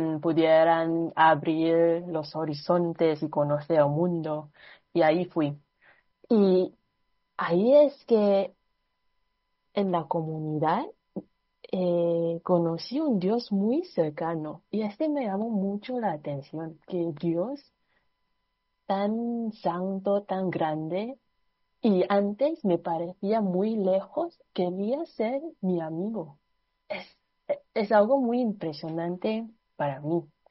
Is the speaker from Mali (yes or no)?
no; Singapore; moved away as an adult; also born or lived in Taiwan; now in Spain; soy de Singapur, pero suele pasar que me confunden. Es que viví como 4 años en Taiwán.